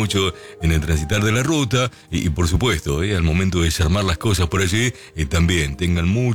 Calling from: Salta, Argentina; Hola amigos

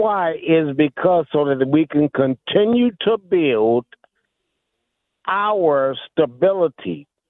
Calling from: Detroit, Michigan, United States; I am from Detroit

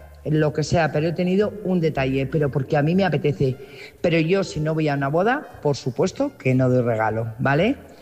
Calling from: Burgos, Castile and León, Spain; Buenas noches … corresponsal de Burgos.

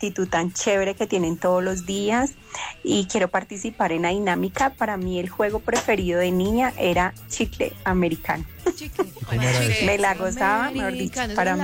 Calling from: Mosquera, Cundinamarca, Colombia; Les hablo desde Mosquera, Cundinamarca. Siempre sintonizada con la emisora.

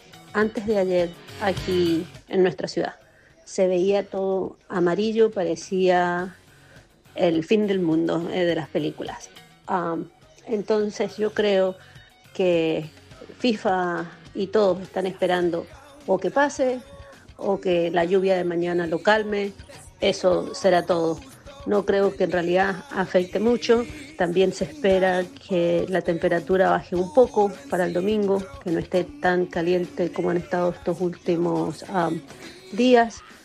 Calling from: Godoy Cruz, Mendoza, Argentina; de Godoy Cruz, en Boston, en este momento.

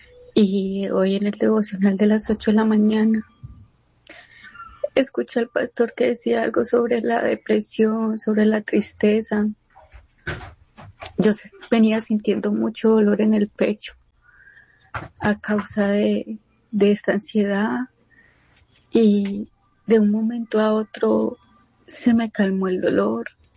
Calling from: Yumbo, Valle del Cauca, Colombia; Soy de Yumbo.

